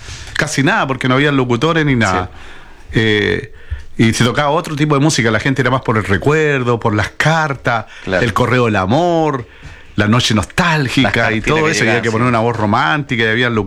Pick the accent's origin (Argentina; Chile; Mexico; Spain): Chile; Illapel, Coquimbo; haber llegado a las radios más importantes de Chile en la época en que yo salí de Illapel, para mí fue un gran honor.